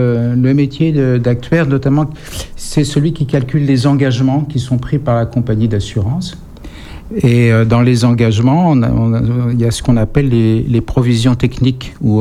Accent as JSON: {"language": "French", "town": "Saint-Mandé", "region": "Île-de-France", "country": "France", "tie": "born or raised there", "moved": "as an adult", "lives_now": "Périgueux, France", "said": "Je suis né dans le Val-de-Marne, à Saint-Mandé."}